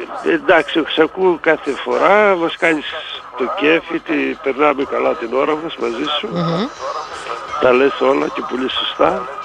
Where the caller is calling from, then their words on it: Gonimo, Central Macedonia, Greece; από το Γόνιμο Σερών.